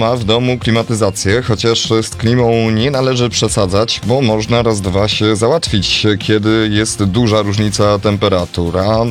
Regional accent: Kraków, Lesser Poland, Poland; jak to mówimy po krakowsku

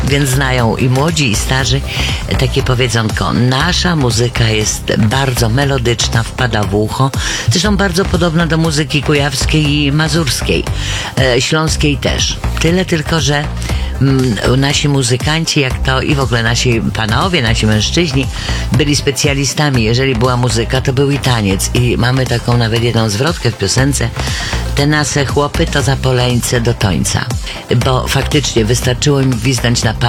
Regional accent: Świętokrzyskie Voivodeship, Poland; accent: Świętokrzyskie dialect (gwara świętokrzyska)

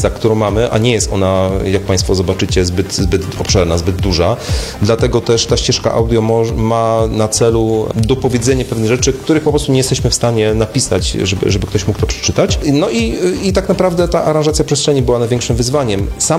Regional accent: Poznań, Greater Poland Voivodeship, Poland; jako poznaniacy

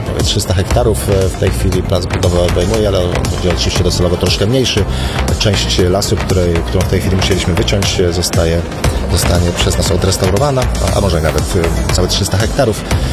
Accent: Pomeranian Voivodeship, Poland; jestem tą Pomorzaninem. Nie urodziłem się w Gdańsku, ale jestem z Pomorza i doceniam walory tej części polskiej.

